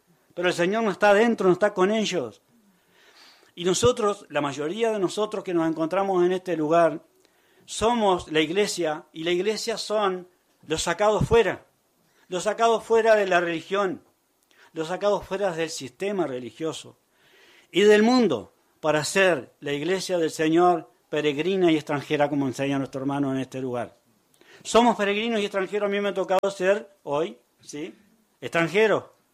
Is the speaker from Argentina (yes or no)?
no; Uruguay; somos hermanos de Uruguay